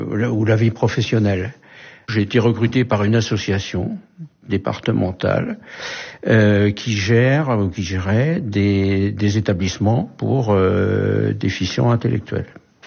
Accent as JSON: {"language": "French", "town": "Laval", "region": "Pays de la Loire", "country": "France", "tie": "born or raised there", "said": "je vais avoir 78 ans. Je suis donc natif de Laval, de la Mayenne, et mon épouse est originaire du Finistère, de Quimper."}